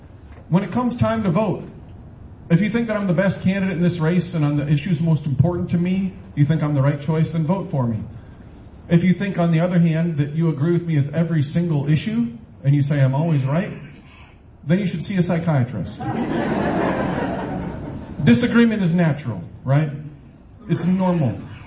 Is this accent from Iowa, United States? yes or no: yes; Decorah, Iowa, United States; I was born and raised in Decorah, northeast Iowa. So dad's family got off the boat from Norway in the 1800s and went to Winnesheek County and has been hanging out there ever since. And my mom is a mutt from Cedar Rapids.